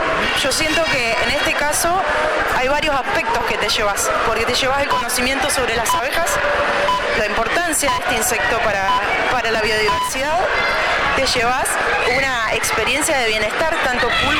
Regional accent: Arata, La Pampa, Argentina; born there; yo nací en Arata, hija de Hugo, muy bien lo decís, un apicultor muy apasionado.

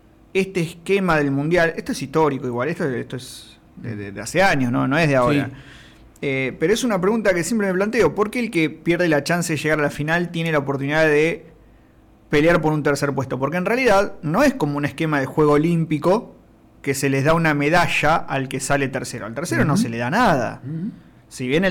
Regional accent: Argentina

